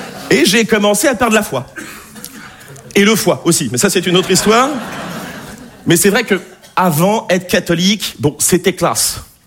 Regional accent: Nouvelle-Aquitaine, France

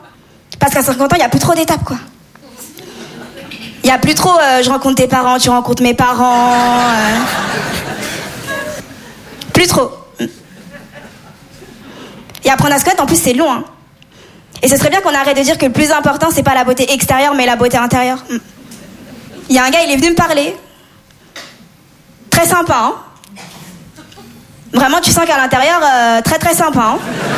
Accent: Comoros; also born or lived in Mauritania / Madagascar; Je suis comorienne mauresse malgache. C'est des îles dans l'océan Indien. Ce qui explique mon teint aussi.

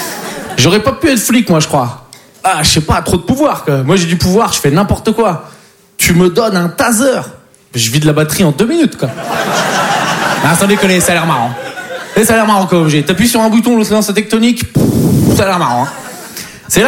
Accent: Poitiers, Nouvelle-Aquitaine, France

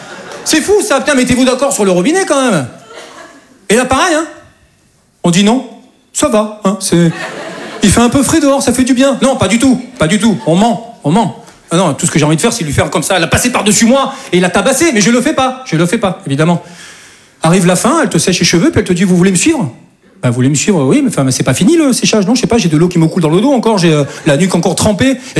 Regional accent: south of France, France; now in Paris, France; Je dis ça parce que moi, je viens du sud de la France. Et chez nous, c'est un peu plus tranquille, quoi. Et voilà, je suis monté sur Paris

